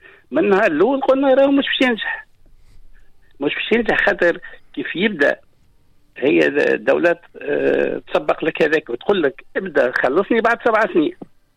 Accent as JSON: {"language": "Arabic", "country": "Tunisia", "said": "معناها انا كتونسي كان نحط اليوم مطلق يلزمني 200 سنه"}